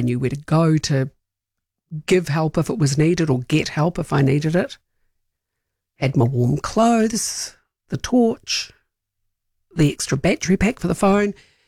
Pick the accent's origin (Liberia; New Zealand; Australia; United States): New Zealand; my hubby is Dutch, I'm a Kiwi.